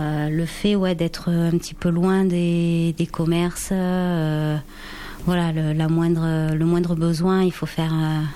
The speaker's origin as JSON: {"language": "French", "region": "Nouvelle-Aquitaine", "country": "France", "lives_now": "Gavarnie, France", "said": "Alors avant, nous étions dans la fonction publique. On vient de Gironde."}